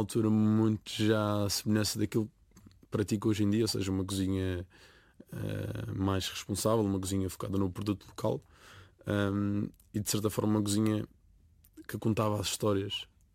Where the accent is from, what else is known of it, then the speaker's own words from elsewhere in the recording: Madeira, Portugal; E que não é uma desculpa porque sou madeirense, mas que de facto nós trabalhamos imenso